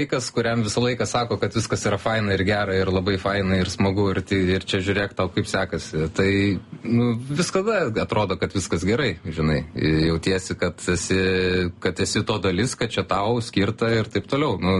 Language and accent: Lithuanian; Kaunas, Kaunas County, Lithuania; kažkur Kaune, užaugau Kaune, tai tenais tiesiog kažkur išėjau